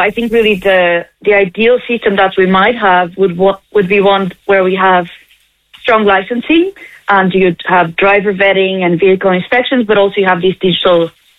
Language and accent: English; Lisbon, Portugal; now in Dublin, Ireland; So I am from Lisbon, which is why I know the market well.